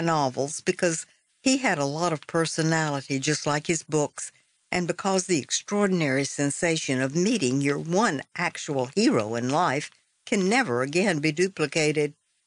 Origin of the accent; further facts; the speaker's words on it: New Orleans, Louisiana, United States; who I grew up with in New Orleans